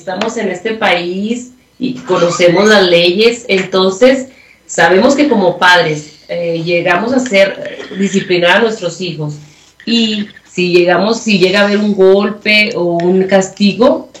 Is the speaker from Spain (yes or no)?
no; Chihuahua, Mexico; moved away; Yo soy de Chihuahua, México.